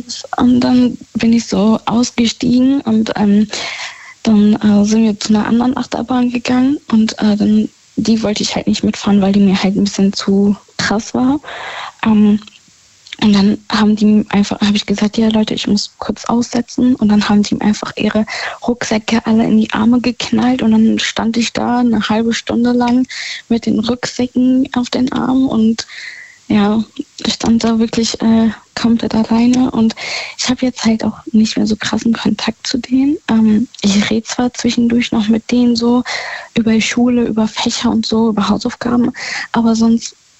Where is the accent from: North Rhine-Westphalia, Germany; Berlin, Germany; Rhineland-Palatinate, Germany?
Rhineland-Palatinate, Germany; In der Nähe von Gerolstein.